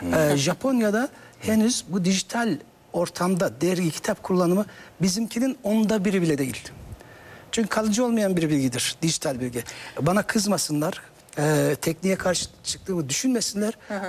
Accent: Ankara, Turkey; now in Istanbul, Turkey; Ben İstanbul'a yeni geldim sayılır. 2001'de geldim. Hala İstanbullu değilim. Hocam. Ankaralıyım.

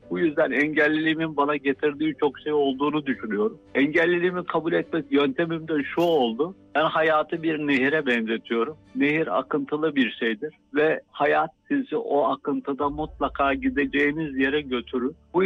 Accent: Ankara, Turkey; born there; 1972 Ankara doğumluyum.

